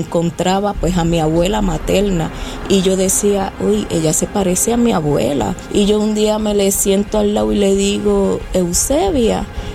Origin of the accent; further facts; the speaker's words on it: Trujillo Alto, Puerto Rico; also born or lived in Carolina; now in Canóvanas, Puerto Rico; pues nací en Carolina, me crié en Trujillo Alto, entonces ahora pues actualmente vivo en Canóvanas